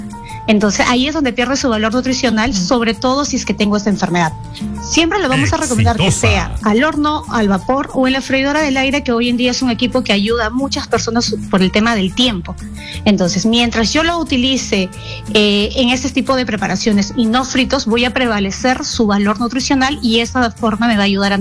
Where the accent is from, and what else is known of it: Peru